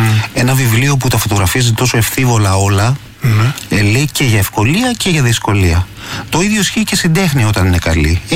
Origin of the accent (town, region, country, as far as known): Tinos, South Aegean, Greece; born or raised there; also born or lived in Athens